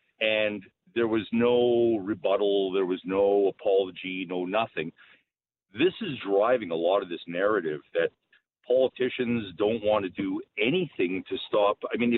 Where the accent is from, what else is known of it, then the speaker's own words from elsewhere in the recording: Canada; because I'm Jewish from Holocaust survivor parents, and I'm ashamed to actually say that I'm Canadian, after having served in the armed forces even here.